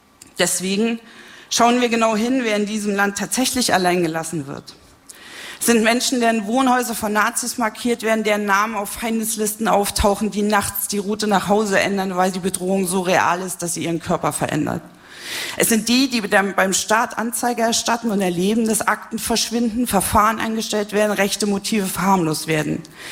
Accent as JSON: {"language": "German", "town": "Jena", "region": "Thuringia", "country": "Germany", "tie": "born or raised there", "said": "Die Abwandlung dieses Brecht-Zitats steht in meiner Heimatstadt Jena an der Wand der Wirkungsstätte eines sehr lieben, aber leider verstorbenen Freundes, Lothar König."}